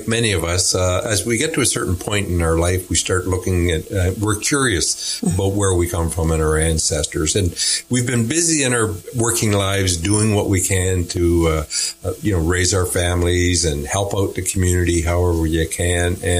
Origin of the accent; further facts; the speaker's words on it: Oshawa, Ontario, Canada; now in Haliburton, Canada; So myself, I grew up down in Oshawa with my six sisters and three brothers